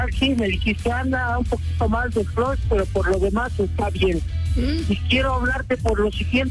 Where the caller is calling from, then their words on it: Mexico City, Mexico; Bien, mira, soy taxista del Distrito Federal.